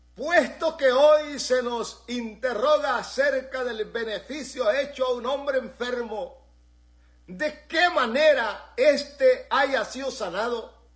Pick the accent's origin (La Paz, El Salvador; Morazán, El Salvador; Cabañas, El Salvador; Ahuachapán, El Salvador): Morazán, El Salvador; San Carlos; moved away; Yo soy originario de Morazán, de un pueblecito muy lindo llamado San Carlos.